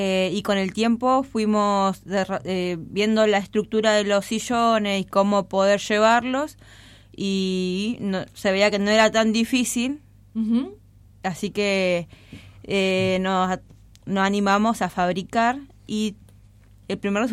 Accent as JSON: {"language": "Spanish", "town": "Tolhuin", "region": "Tierra del Fuego", "country": "Argentina", "tie": "born or raised there", "also_born_or_lived": "Jujuy", "said": "yo nací en Jujuy y me crié en Tolhuin."}